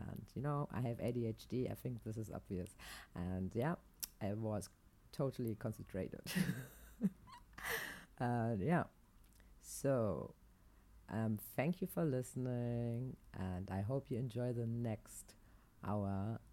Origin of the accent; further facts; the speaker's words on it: Aachen, North Rhine-Westphalia, Germany; who I met 2 months ago or 3 months ago here in my hometown, Aachen.